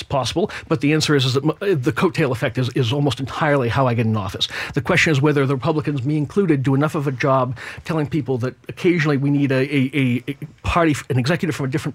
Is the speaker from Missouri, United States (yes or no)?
no; Lynnfield, Massachusetts, United States; So I'm born and raised in Linfield. I grew up here. I was homeschooled.